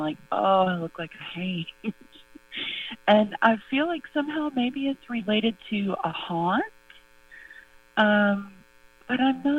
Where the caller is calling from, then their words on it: Danville, Kentucky, United States; I'm calling from Danville, Kentucky.